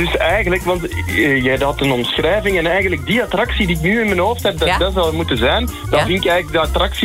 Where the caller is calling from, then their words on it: Flanders, Belgium; Ik kom zelf uit Vlaanderen